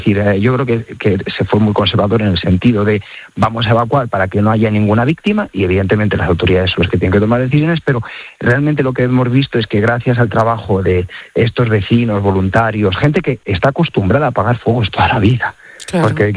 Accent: Las Navas del Marqués, Castile and León, Spain; Yo llevo un año de párroco en Cebreros. Pero yo soy de la zona, yo soy de las Naves del Marqués.

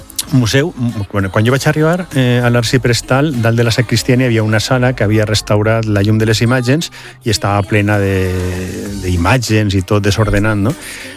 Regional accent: Almassora, Valencian Community, Spain; quan soc d'Almassora, pues bueno, no volia dir-ho.

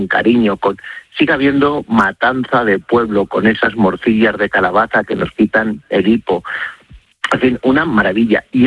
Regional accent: Castile and León, Spain; also born or lived in Madrid; ¿cómo no lo voy a conocer si es mi tierra? Si es que yo me crié tirando cantos a los del pueblo de arriba, a los de Navasequilla, y los de la Lastra me tiraban cantos a mí

